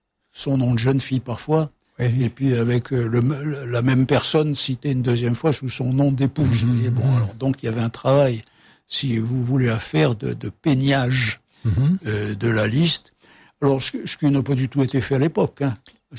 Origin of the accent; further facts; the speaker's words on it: El Harrach, Algiers Province, Algeria; Moi, je suis de Maison Carrée.